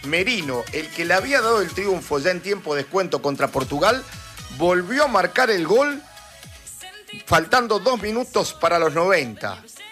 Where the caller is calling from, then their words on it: San Juan, Argentina; Buenas noches … de San Juan.